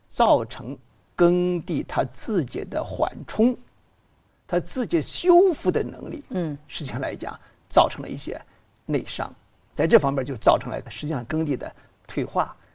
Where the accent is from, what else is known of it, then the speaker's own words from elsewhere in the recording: Wen County, Henan, China; 比如我们老家河南温县叫铁棍山药